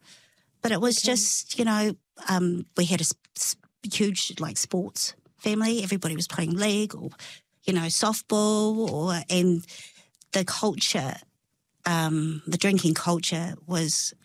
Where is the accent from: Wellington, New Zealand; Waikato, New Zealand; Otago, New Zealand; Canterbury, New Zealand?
Canterbury, New Zealand; Christchurch; born there; also born or lived in Palmerston North; Okay, so I grew up in Palmerston North. My mum did a run with from my dad when I was two, moved just the two of us to Christchurch.